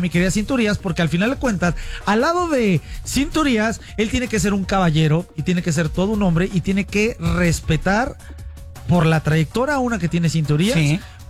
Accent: Mexico

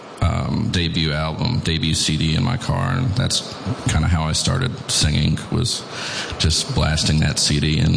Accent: Lexington, Kentucky, United States; Well, I was born and raised in Lexington

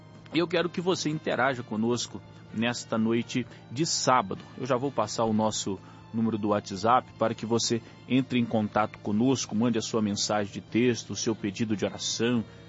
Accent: Minas Gerais, Brazil; Quem é do interior conhece bem, eu sou de Minas Gerais.

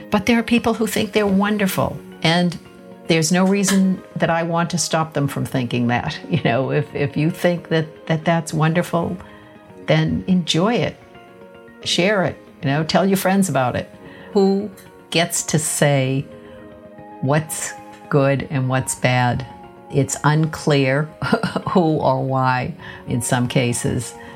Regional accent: Boston, Massachusetts, United States; I grew up in Boston, less than a mile from the Museum of Fine Arts, and on rainy days we would go hang out there.

